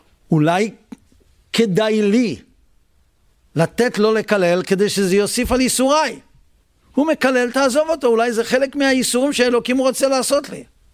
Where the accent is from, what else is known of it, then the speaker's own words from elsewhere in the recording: Netanya, Central District, Israel; כשגדלנו ילדים בנתניה